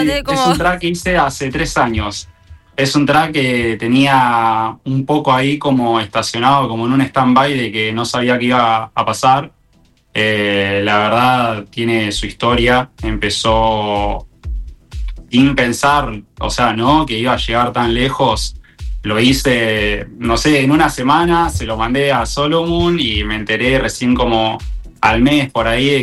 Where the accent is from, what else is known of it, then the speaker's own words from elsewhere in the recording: Mar del Plata, Buenos Aires Province, Argentina; Sí, vivo en Mar del Plata.